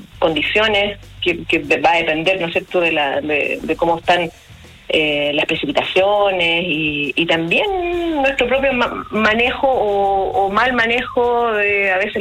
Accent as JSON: {"language": "Spanish", "region": "Valparaíso", "country": "Chile", "said": "yo por lo menos soy porteña y vivía aquí."}